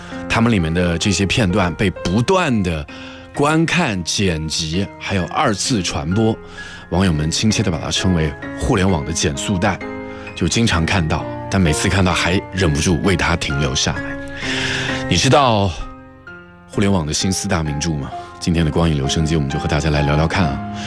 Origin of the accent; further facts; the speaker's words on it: China; 我们中国人